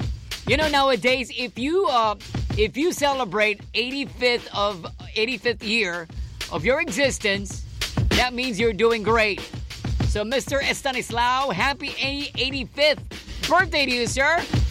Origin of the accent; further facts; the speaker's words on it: Imus, Calabarzon, Philippines; I'm from Cavite, Imus. Imus as well, wow! Neighbor from Imus, Cavite.